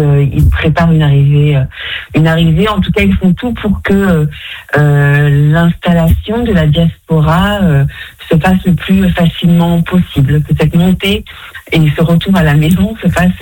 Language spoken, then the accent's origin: French; France; moved away as an adult; now in Israel; je suis française, mais je suis désormais israélienne